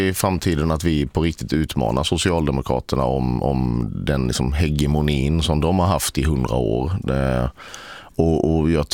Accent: Sölvesborg, Blekinge, Sweden; Jag hittade ett telefonnummer till Sverigedemokraterna i gula sidorna på stadsbiblioteket hemma i Sölvesborg

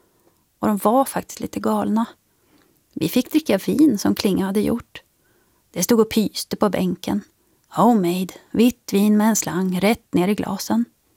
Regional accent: Katrineholm, Södermanland, Sweden; born there; Jag är född i Katrineholm som en liten fabriks- och industristad. På många sätt en typisk svensk mellanstor stad.

